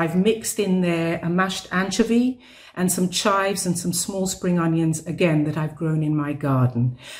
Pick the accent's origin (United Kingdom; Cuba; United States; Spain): United Kingdom; London; And I'm from Southeast London in the United Kingdom.